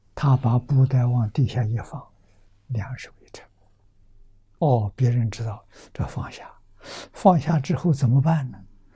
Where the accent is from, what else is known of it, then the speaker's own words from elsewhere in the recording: China; 弥勒菩萨在中国现在我们中国人造弥勒菩萨的像，全造他的像。